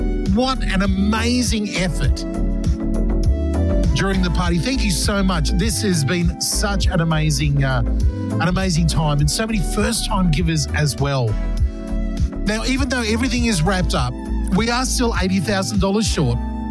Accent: Australia; I'm so Australian.

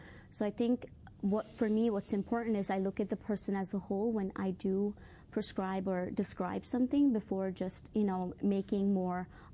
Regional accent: India; Yeah, so I grew up in India, and my grandma was a huge part of my life, and I saw how much she did to take care of herself every single day.

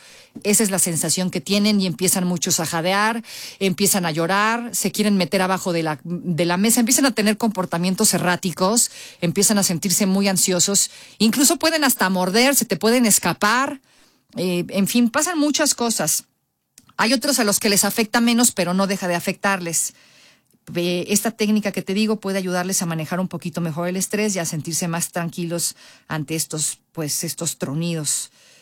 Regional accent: Mexico; Que en mi barrio, en mi pueblo. Pues usted sabe, pues somos guatequeros, nos gusta el mitote a los mexicanos, así somos.

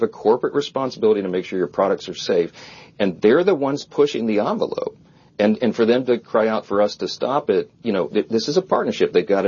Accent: Louisiana, United States; The average taxpayer in my home state of Louisiana, where I'm sitting this morning

